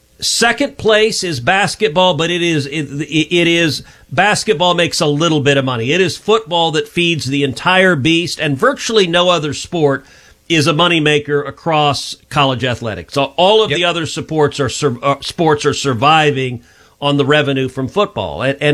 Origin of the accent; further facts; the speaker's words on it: Texas, United States; my home state of Texas.